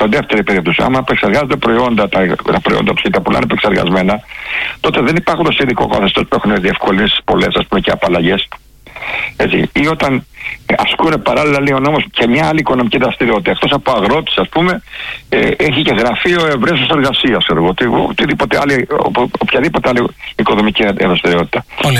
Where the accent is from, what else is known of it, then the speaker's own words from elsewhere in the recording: Platania, Greece; Επίσης στο Λονδίνο, το Βασίλη από τον Πλετανιά, το χωριό μου, έτσι, καταγωγή από τον Πλετανιά.